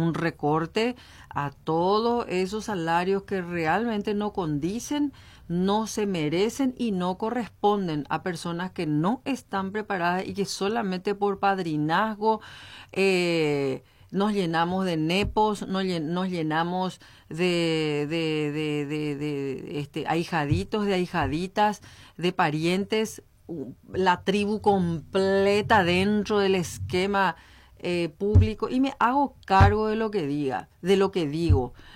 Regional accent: Paraguay

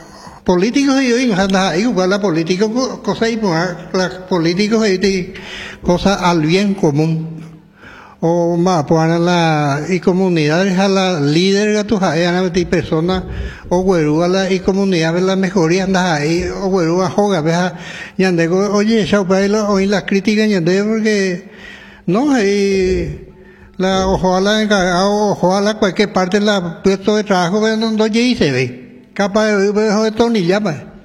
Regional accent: Horqueta, Concepción, Paraguay; como humano, como cristiano, como paraguayo, como orqueteño

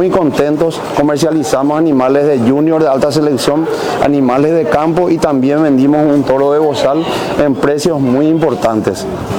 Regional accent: Paraguay; nos identifica como paraguayos

